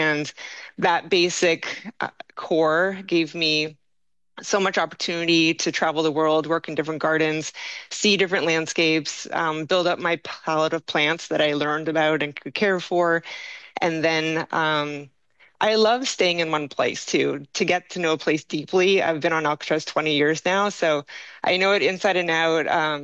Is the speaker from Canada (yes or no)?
yes; Chepstow, Ontario, Canada; I'm actually from Canada in a very rural town of 200 people, called Chepstow, Ontario, up by Lake Huron.